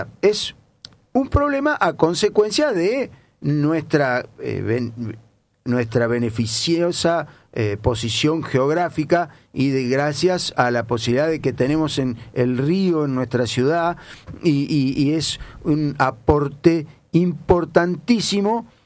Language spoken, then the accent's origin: Spanish; Tortugas, Santa Fe, Argentina; now in Rosario, Argentina; la localidad donde vive mi familia, donde yo nací, me crié, que es Tortugas